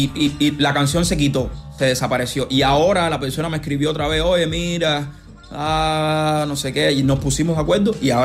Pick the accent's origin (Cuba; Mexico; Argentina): Cuba; moved away; Yo me fui de Cuba en el 2017, 2018.